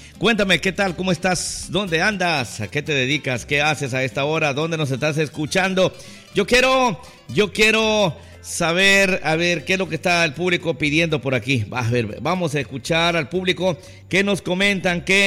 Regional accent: Colombia; Vean eso, sí, soy colombiano.

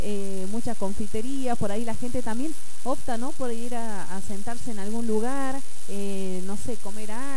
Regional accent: Argentina; algo que nos represente, ¿no? Como argentinos

